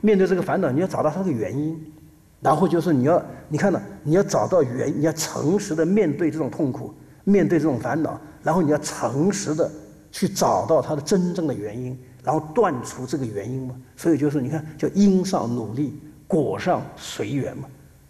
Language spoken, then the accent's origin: Chinese; China